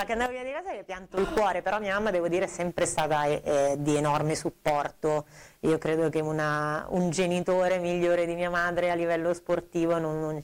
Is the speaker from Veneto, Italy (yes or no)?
no; Lecco, Lombardy, Italy